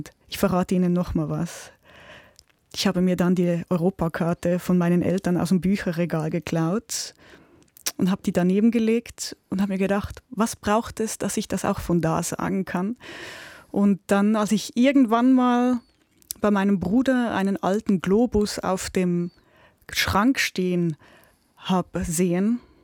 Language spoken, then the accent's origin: German; Küsnacht, Zurich, Switzerland; Also in meiner Gemeinde, ich komme aus Küsnacht am Zürichsee.